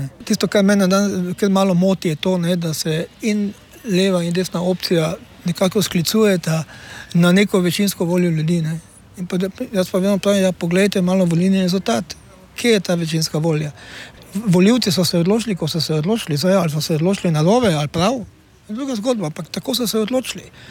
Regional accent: Styria, Slovenia; kot pravimo Štajerci, Gleichschaltunge

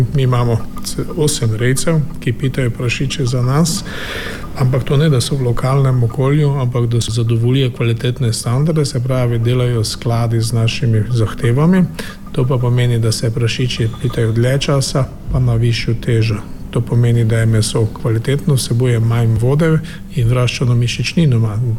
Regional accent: Prekmurje, Slovenia; Prekmurci smo sanje stegno razdelili in je bilo brez kosti.

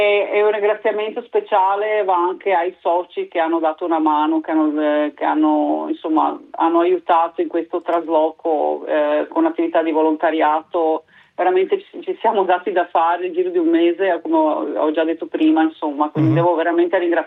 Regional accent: Venice, Veneto, Italy; born there; accent: Veneto; moved away; io ho sentito subito il mio dialetto veneto, quindi mi sono subito sentita a casa perché sono nata a Venezia.

